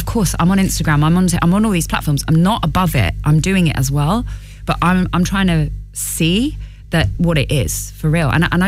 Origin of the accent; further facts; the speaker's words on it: Ireland; I'm Irish